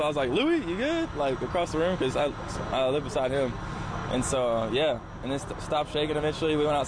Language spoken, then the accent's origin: English; Mississippi, United States; I'm from Mississippi, so it's like, I didn't think there was tornadoes around here.